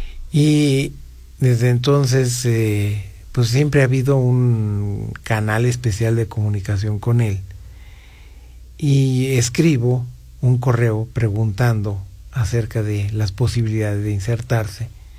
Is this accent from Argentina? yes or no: no; Pachuca, Hidalgo, Mexico; moved away as an adult; also born or lived in United States; Yo soy oriundo de Pachuca